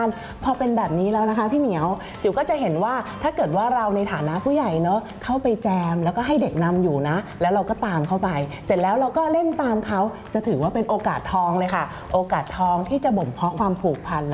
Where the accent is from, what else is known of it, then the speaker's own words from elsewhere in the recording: Bangkok, Thailand; เกิดและเติบโตในกรุงเทพเนาะบ้านก็เป็นบ้านตึกแถว